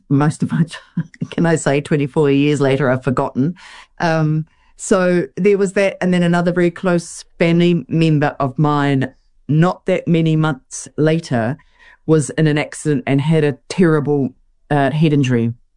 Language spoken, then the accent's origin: English; Wellington, New Zealand; having a Kiwi childhood in the 60s and 70s in New Zealand, this feels like such a blessing now, because I think where I grew up in Wellington